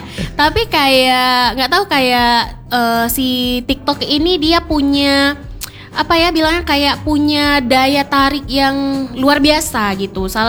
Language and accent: Indonesian; Aceh, Indonesia; kita orang Aceh ya